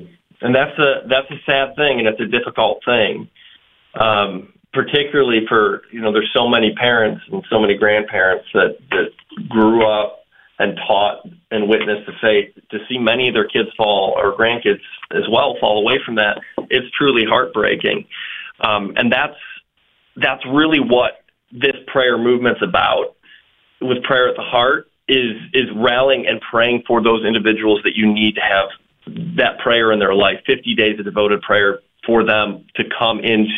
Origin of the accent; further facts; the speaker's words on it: Ohio, United States; We're from Ohio.